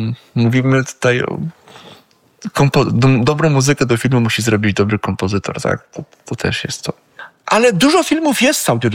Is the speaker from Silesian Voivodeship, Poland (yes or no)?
yes; Sosnowiec, Silesian Voivodeship, Poland; Ja pochodzę ze Śląska